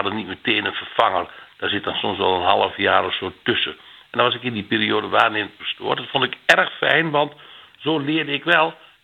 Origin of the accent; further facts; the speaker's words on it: Gaanderen, Gelderland, Netherlands; geboren en getogen in de Gelderse Achterhoek in Gaanderen bij Doetinchem. Jongste in ons gezin.